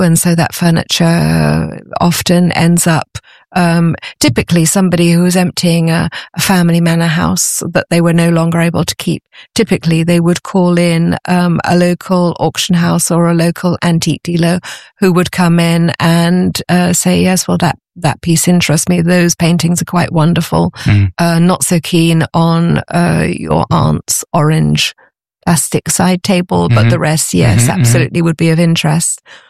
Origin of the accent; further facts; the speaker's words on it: United Kingdom; now in France; I'm British originally, and I sometimes antique in a hunt in England, but it's a very different style.